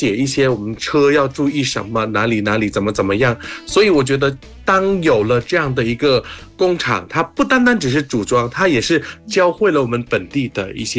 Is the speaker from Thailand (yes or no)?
yes; Thailand; Chinese is a second language; 来自泰国的